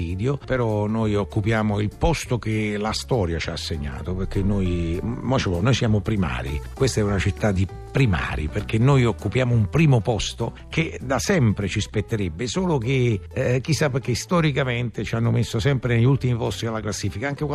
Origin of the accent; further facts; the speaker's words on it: Naples, Campania, Italy; born there; alla mia terra, alla mia Napoli